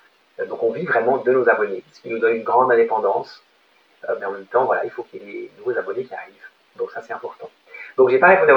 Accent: Switzerland; en Suisse, on est plus sensible aux enjeux environnementaux

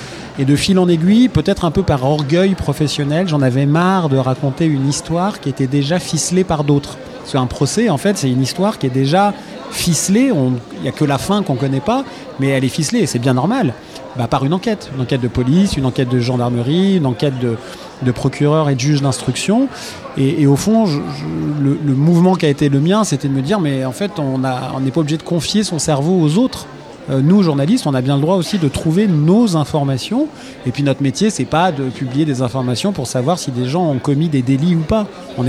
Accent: Lyon, Auvergne-Rhône-Alpes, France; born there; moved away; J'ai commencé le journalisme à 18 ans à Lyon, où je suis né

